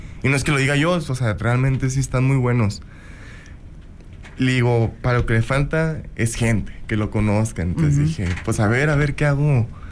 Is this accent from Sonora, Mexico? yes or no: yes; Ciudad Obregón, Sonora, Mexico; born there; also born or lived in Guadalajara; Somos de Ciudad Obregón, Sonora. De Ciudad Obregón. Ahí nacimos. Estuvimos también un tiempo viviendo en Guadalajara también.